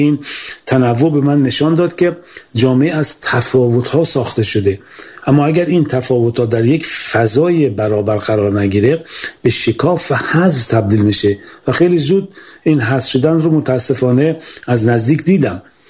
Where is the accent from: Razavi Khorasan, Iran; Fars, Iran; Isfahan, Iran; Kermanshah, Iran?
Isfahan, Iran; Semirom; من در سمیرام، شهری از اطراف اصفهان به دنیا آمدم، جایی که در دهه 40 زندگی اصلا ساده و راحت نبود.